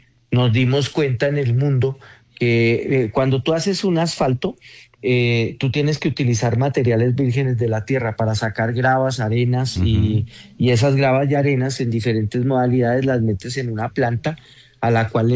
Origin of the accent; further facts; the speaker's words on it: Colombia; la terrible tragedia que tuvimos con el terremoto ahorita para nosotros como colombianos.